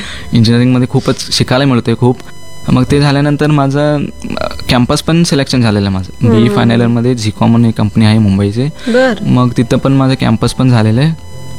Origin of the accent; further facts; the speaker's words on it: Chandur, Karnataka, India; मी चायनाला जाऊपर्यंत मी चंदूरचा आहे म्हणून कोणाला माहीत नव्हतं.